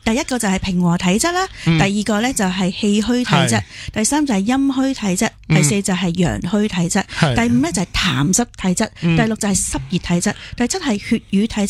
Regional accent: Hong Kong; 你知道我哋香港人嘅啦，好有责任感，好干净㗎嘛。

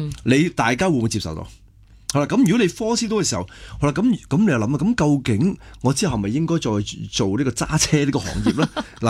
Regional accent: Hong Kong; 我是一个土生土长香港人，你听我啲广东话知道啦。

